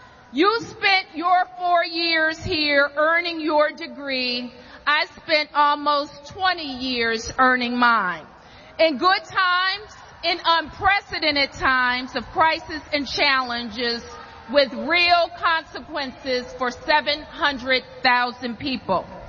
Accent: Washington, District of Columbia, United States; born or raised there

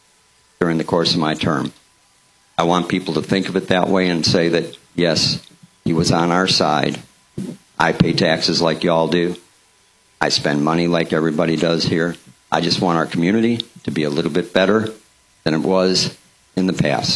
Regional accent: Chicago, Illinois, United States; moved away as an adult; also born or lived in Oklahoma / South Florida; now in Flagler County, United States; I'm running for Flagler County Commission, District 2. I was born and raised in Chicago, worked in Oklahoma for 5 years, came back to Illinois for a while

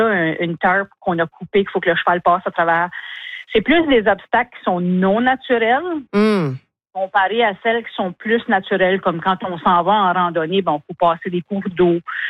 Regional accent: Edmundston, New Brunswick, Canada; also born or lived in Moncton

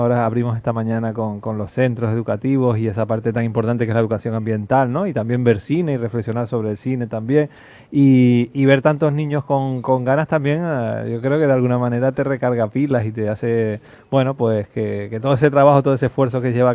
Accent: Canary Islands, Spain; sobre todo en un territorio como el nuestro, como Canarias, donde hay una fragilidad muy, muy evidente entre la naturaleza y nosotros y nuestro modo de vida

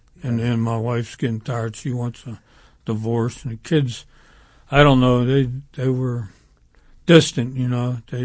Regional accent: McKees Rocks, Pennsylvania, United States; the violence that I grew up in McKees Rocks, you know.

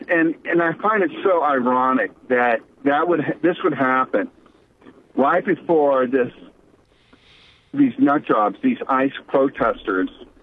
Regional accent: California, United States; You know, I'm from California, so whatever.

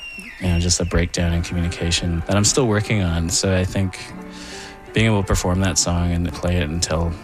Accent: Thunder Bay, Ontario, Canada; I grew up in the North and I can kind of see where that ends. You know, I grew up in Thunder Bay

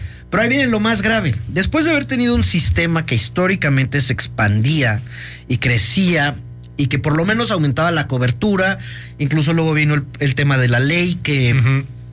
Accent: Mexico; debería de estarnos preocupando a todos como mexicanos.

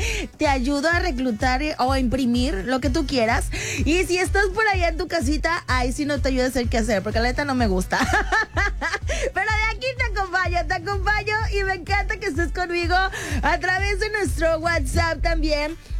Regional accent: Mexico; los mexicanos nos vestimos como mexicanos

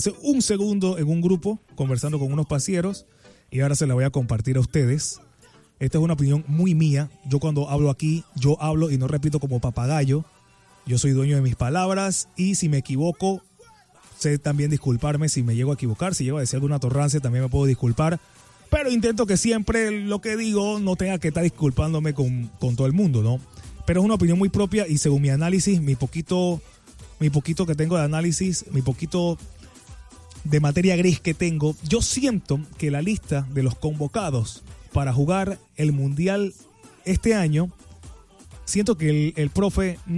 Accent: Panama; porque somos panameños

